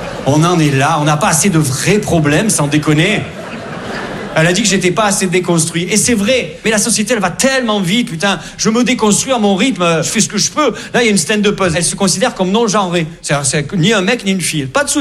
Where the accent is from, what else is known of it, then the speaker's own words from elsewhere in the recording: Perpignan, Occitanie, France; Moi je viens de Perpignan.